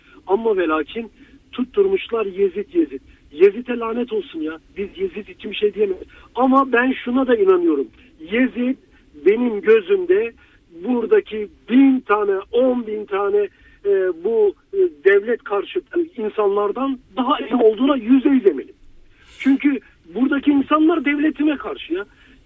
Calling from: Denizli, Turkey; Denizli'den arıyorum.

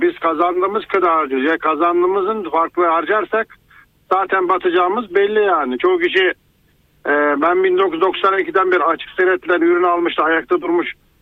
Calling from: Istanbul, Turkey; İstoş'tan arıyorum yine

